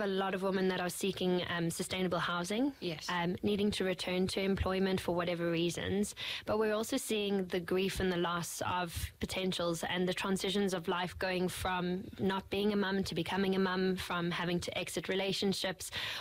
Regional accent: South Africa; moved away; for those who haven't picked up on the accent just yet, I'm originally from South Africa, and it's been a noticeable transition

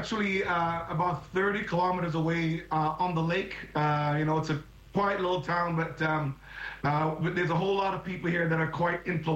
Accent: Jamaica; born there; I was born in Jamaica. And so in Jamaica, when you're in, you know, grade one, grade two

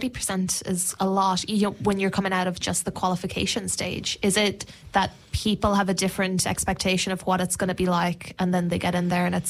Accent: Ireland; now in New Zealand; I'm from Ireland originally

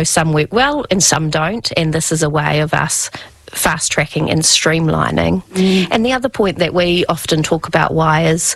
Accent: Wellington, New Zealand; same as you, Wairarapa proud. I love that I come from Wairarapa.

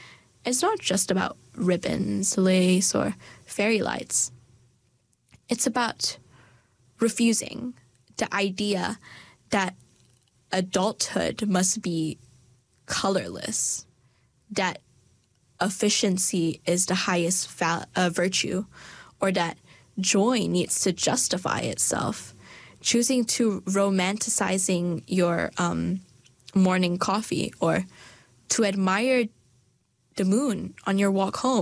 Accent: Malaysia; now in New Zealand; when I moved from Malaysia to New Zealand, my Malaysian friends have already started their foundation at university

